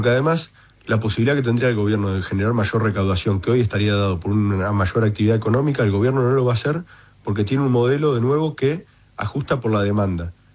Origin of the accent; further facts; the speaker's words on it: Entre Ríos, Argentina; yo mañana salgo muy temprano para Concordia, voy a visitar un empaque de citrus ahí en el norte de mi provincia